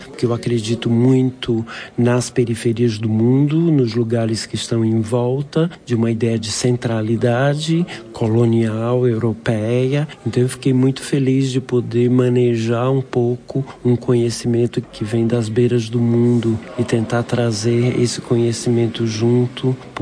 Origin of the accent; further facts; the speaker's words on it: Brazil; eu, sendo brasileiro